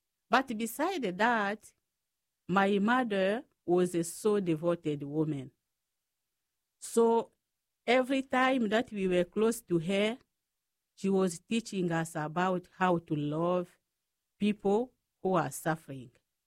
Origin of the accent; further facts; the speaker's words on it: Wembonyama, DR Congo; English is a second language; moved away as an adult; also born or lived in Omaha, Nebraska; now in United States; I was born in Congo, in Africa, in a small village called Wembonyama. In that village, we do not have no electricity, no running water.